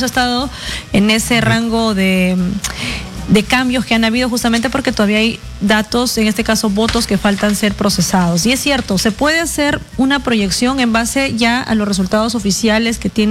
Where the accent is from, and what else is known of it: Peru